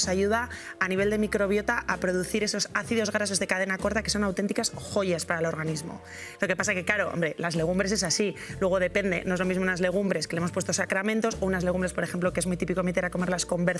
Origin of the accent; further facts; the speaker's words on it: Basque Country, Spain; somos vascos